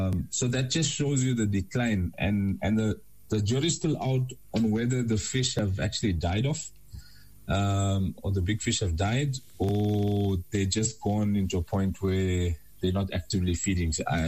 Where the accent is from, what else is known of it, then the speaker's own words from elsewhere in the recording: KwaZulu-Natal, South Africa; the Tugela, you know, which flows through my hometown.